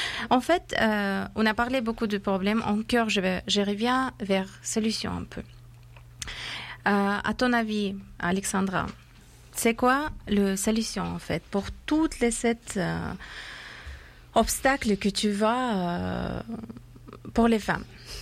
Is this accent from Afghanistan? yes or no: yes; Afghanistan; French is a second language; j'ai un visage de mon pays d'origine, d'Afghanistan dans ma tête